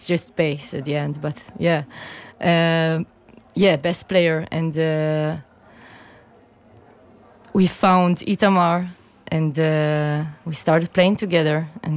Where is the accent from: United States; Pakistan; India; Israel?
Israel; Ramat Gan, Tel Aviv District; English is a second language; We're from like Tel Aviv, but I am from Ramat Gan, which is like it's basically